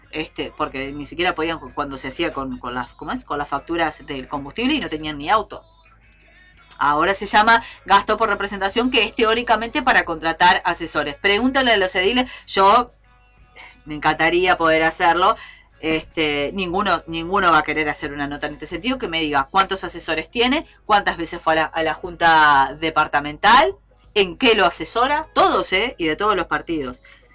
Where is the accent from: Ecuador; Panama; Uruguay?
Uruguay; Porque hasta somos así los uruguayos.